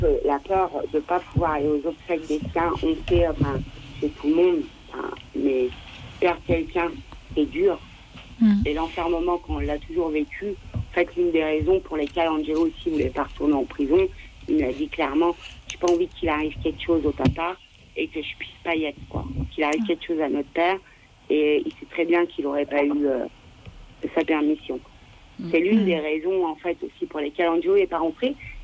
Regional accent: France; en tant que voyageur, et pourtant qu'on est français.

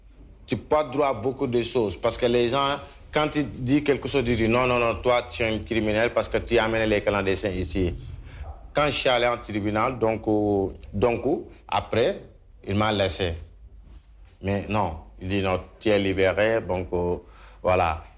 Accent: Senegal; French is a second language; now in Italy; moi je suis sénégalais.

